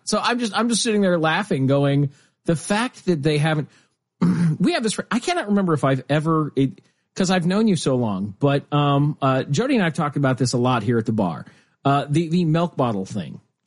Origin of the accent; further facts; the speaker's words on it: Nebraska, United States; And my dad, you know, we're from Nebraska.